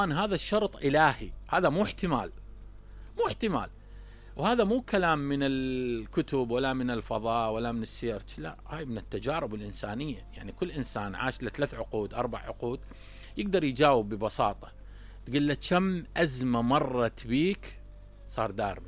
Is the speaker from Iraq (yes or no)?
yes; Iraq; احنا كعراقيين عشناها مثلا